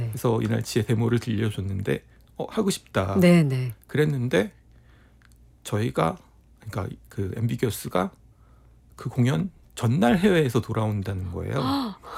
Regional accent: South Korea; 한국 사람이면서

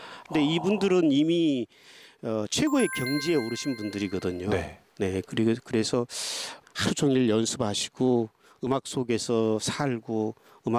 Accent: Boseong, South Jeolla, South Korea; 저희 그 고향 마을이 그 전남 보성군 회천면인데요.

